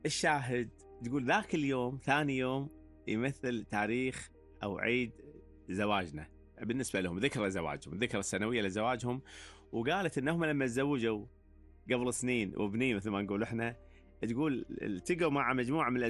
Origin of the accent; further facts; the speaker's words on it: Kuwait; صاير عندنا في الكويت